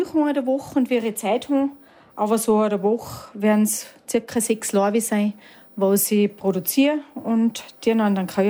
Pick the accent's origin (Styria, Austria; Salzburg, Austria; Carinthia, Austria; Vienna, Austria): Salzburg, Austria; Das ist ein Sauermilchkäse. Bei uns im Pinzgau heißt der Speckkäse.